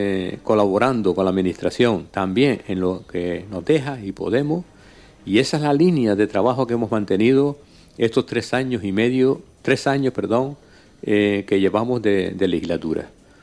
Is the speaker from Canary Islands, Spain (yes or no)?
yes; Agüimes, Canary Islands, Spain; Estoy en Carrizá, pero soy del municipio de Agüime y estoy...